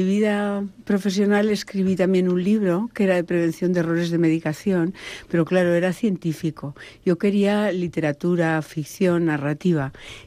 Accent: Aragon, Spain; now in Sant Cugat, Spain; yo soy una aragonesa afincada en San Cugat desde hace 35 años y he vivido aquí con mis tres hijos menores

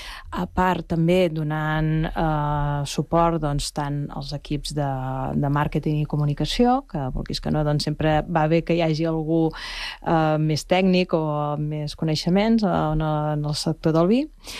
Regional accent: Valls, Catalonia, Spain; jo soc de Valls

